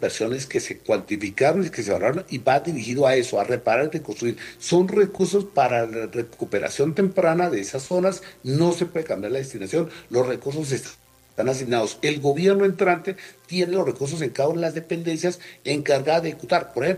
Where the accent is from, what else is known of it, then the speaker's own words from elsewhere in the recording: Colombia; Allí tenemos nosotros es que, como colombianos, hacer una veeduría que esa ejecución se haga y se haga correctamente.